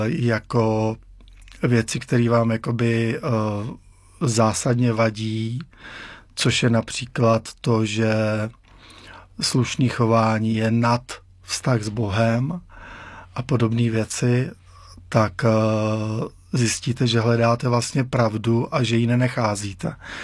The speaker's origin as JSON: {"language": "Czech", "town": "Chrast", "region": "Pardubice Region", "country": "Czechia", "said": "Jsem z Chrasti u Chrudimi."}